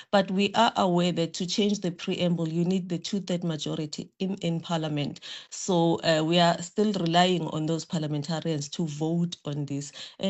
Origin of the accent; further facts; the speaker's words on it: South Africa; being a South African